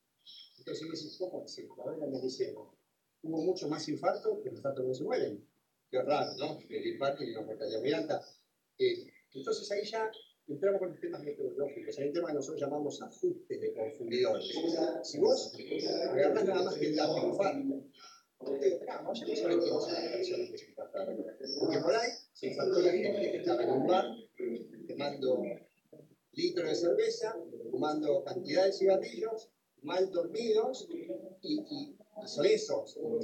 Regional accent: Argentina; no lo veamos como que somos argentinos

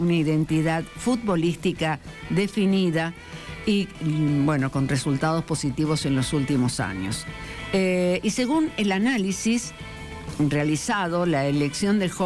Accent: Argentina

